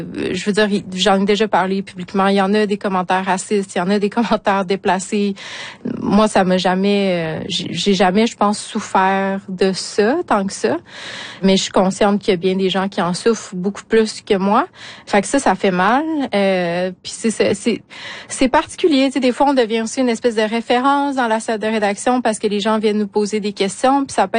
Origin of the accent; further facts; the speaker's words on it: Quebec City, Quebec, Canada; comme Chouchan, j'ai grandi à Québec, donc hors communauté.